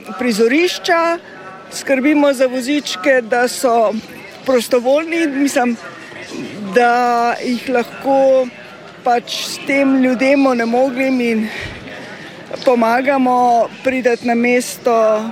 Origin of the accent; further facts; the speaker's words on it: Domžale, Central Slovenia, Slovenia; Mi smo pa iz Domžal.